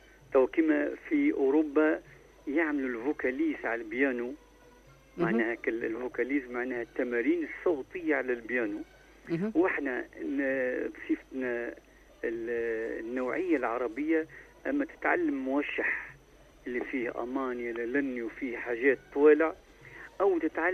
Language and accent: Arabic; Tunisia; باش نجم ندوم كتونسي ونغني